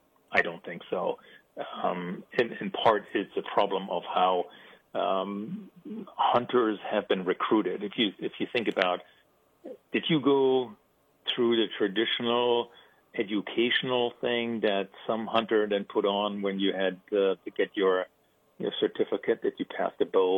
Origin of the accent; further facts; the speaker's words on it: Germany; moved away; So I grew up in Germany, so I followed hunting culture in Germany a little bit.